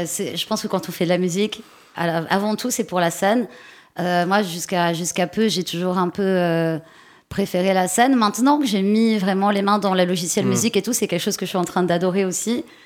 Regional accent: Paris, Île-de-France, France; born or raised there; also born or lived in Italy

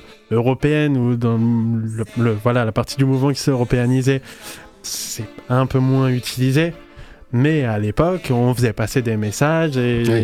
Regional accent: France; on se sent forcément moins concerné en tant que français blanc de peau.

